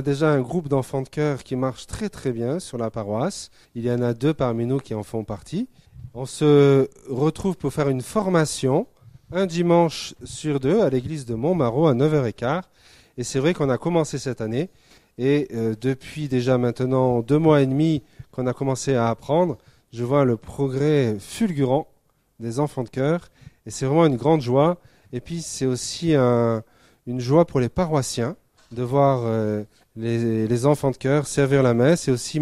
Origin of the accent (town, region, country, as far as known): Provence-Alpes-Côte d'Azur, France; born or raised there